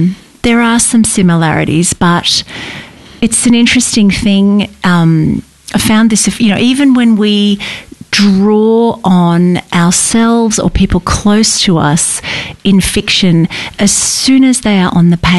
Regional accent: Sydney, New South Wales, Australia; I mean, these are questions that many people ask, and particularly for me, I grew up in Sydney. That was my home.

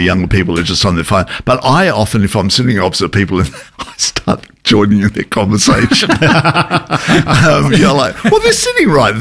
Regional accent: Adelaide, South Australia, Australia; also born or lived in Sydney; now in Melbourne, Australia; I'm originally from Adelaide

